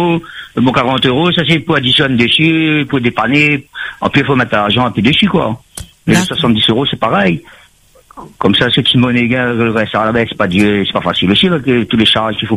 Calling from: Saint-Denis, Réunion; Je suis à Denis, hein. Oui, un peu plus bas chez vous

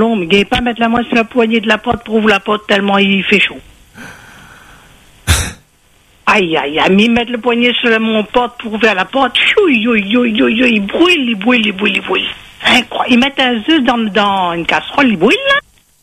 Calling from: Pays de la Loire, France; je suis de Vendée, moi, 85.

